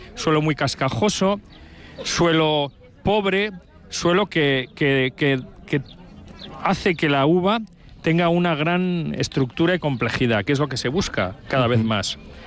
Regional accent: Navarre, Spain; moved away as an adult; yo soy navarro, he trabajado toda mi vida en Navarra

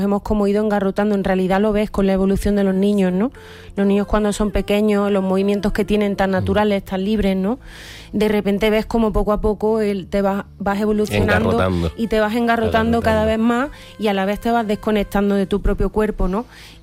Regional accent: Córdoba, Andalusia, Spain; Yo soy cordobesa

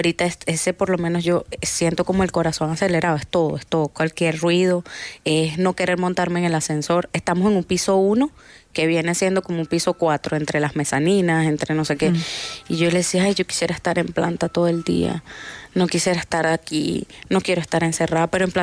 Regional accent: La Guaira, Venezuela; yo le decía que crecimos en La Guaira, o sea, nacimos ahí, y yo, o sea, pasamos la tragedia de Vargas, yo tenía 14 años

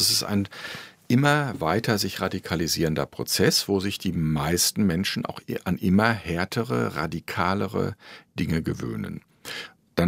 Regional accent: North Rhine-Westphalia, Germany; Ich bin eben da im Hochsauerland groß geworden

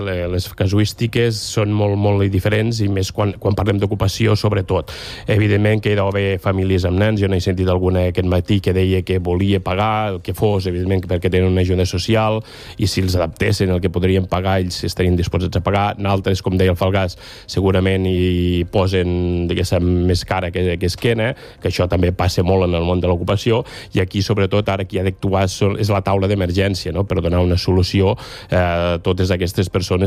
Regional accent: Balaguer, Catalonia, Spain; Balaguer, que és el meu poble

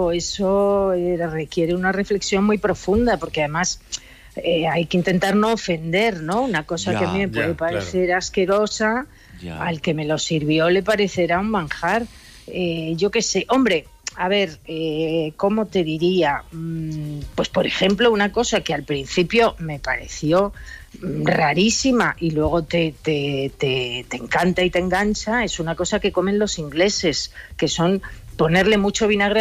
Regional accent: Castile, Spain; para los que somos castellanos

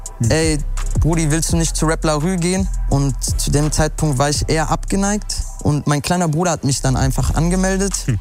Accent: Hamm, North Rhine-Westphalia, Germany; Ich komme aus Hamm Westen, genau Viktoriastraße.

